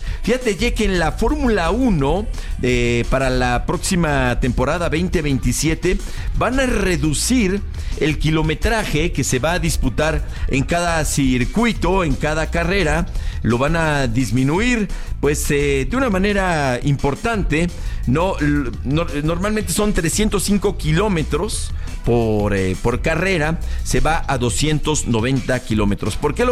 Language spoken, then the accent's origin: Spanish; Mexico; No, yo soy mexicano.